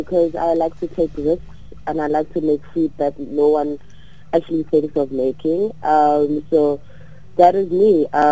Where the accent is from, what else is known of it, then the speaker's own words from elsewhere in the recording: Pretoria, Gauteng, South Africa; moved away as an adult; now in Johannesburg, South Africa; I'm 31 years old. I'm from Pretoria, but I currently reside in Johannesburg.